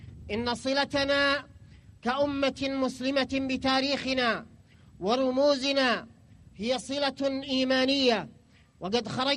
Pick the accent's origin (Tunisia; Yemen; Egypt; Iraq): Yemen; ونحن كشعب يمني مؤمن معنيون بأن نتحرك لنتصدى لأعدائنا